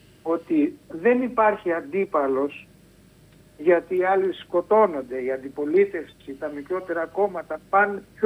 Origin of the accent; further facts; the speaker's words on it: Greece; Γιατί είμαι Έλληνας.